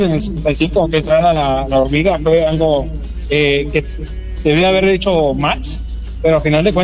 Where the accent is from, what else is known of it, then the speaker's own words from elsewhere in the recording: Mexico; Sí, sí, mexicano